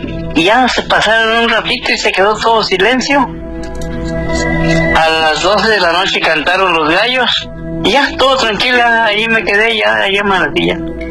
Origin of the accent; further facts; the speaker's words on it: Michoacán, Mexico; Y yo soy del estado de Michoacán.